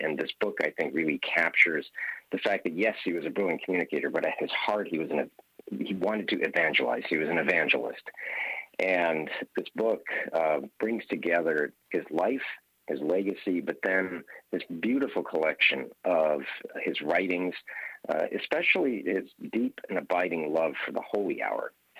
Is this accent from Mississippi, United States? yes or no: no; Hawaii, United States; When I was a young boy growing up in Hawaii, because that's where I grew up